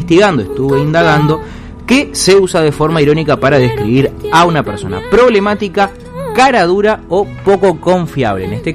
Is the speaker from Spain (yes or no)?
no; Argentina; en mi país no hay ninguna región que quiera emanciparse del pueblo argentino.